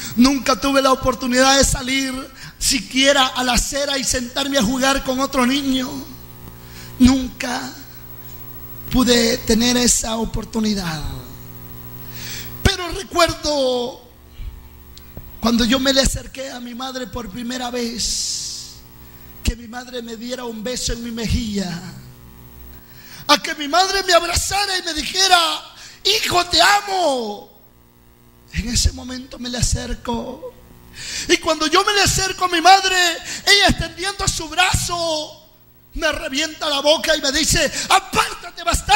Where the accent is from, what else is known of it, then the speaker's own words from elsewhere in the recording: Cojutepeque, Cuscatlán, El Salvador; born there; me lleva para la ciudad de Cojutepeque, donde yo nací.